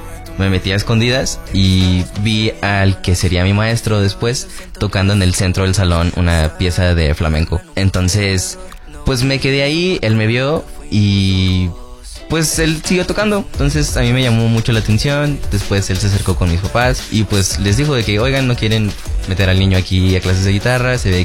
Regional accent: Saltillo, Coahuila, Mexico; pues yo también soy de Saltillo, ¿sabes?

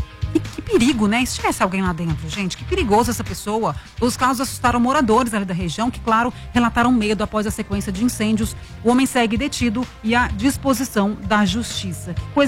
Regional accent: Minas Gerais, Brazil; pertinho da minha terra natal, lá em Uberlândia

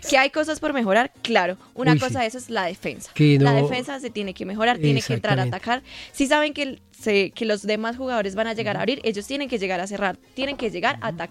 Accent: Colombia

